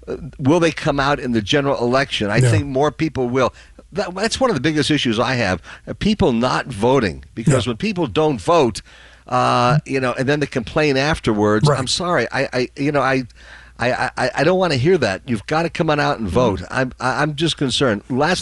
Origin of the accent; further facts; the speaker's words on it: California, United States; now in Nevada, United States; I've become much more orthodox as a Nevadan than I ever was, even as a Californian before.